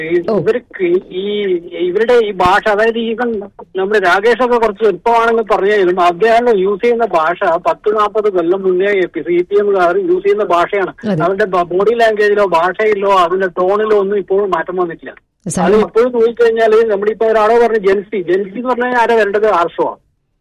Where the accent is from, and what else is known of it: Kannur, Kerala, India; now in Dubai, United Arab Emirates